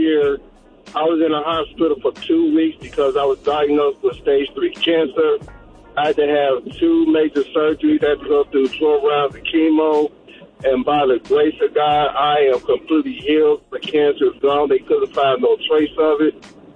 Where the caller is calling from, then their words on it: Columbus, Ohio, United States; calling from Columbus, Ohio.